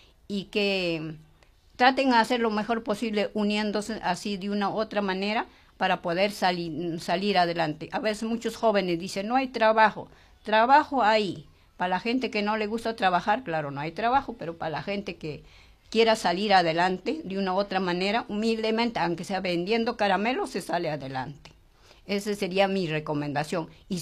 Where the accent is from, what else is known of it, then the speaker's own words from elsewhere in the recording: Ayacucho, Peru; yo soy ayacuchana. Voy allá igualito, ¿no? Entonces, a pesar que tengo mis 78 años